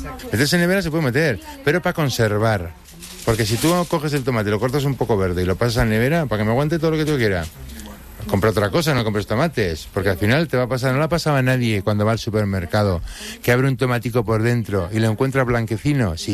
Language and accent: Spanish; Navarre, Spain; Pero a mí, por ejemplo, como soy de Navarra y somos bastante tradicionales, me sigue tirando más el rosa barbastro tradicional grande